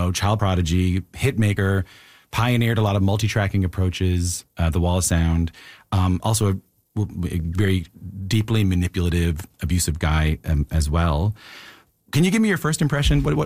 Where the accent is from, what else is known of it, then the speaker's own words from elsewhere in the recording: Ireland; I'm Irish, I'll write a St. Patrick's Day song.